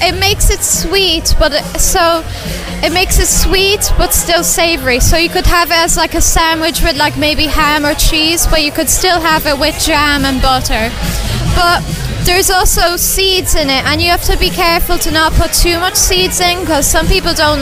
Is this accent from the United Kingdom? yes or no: no; Connacht, Ireland; I'm from Leitrim.